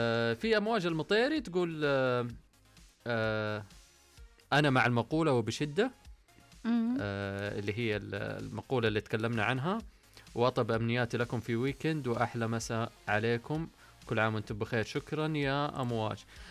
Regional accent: Saudi Arabia; عندنا كسعوديين أو كخليجيين

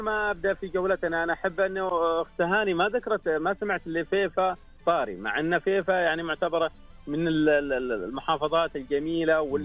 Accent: Saudi Arabia; فهي يعني كنز بالنسبة لنا كسعوديين ووجهة إن شاء الله مستقبلية بإذن الله تعالى لكل السعوديين

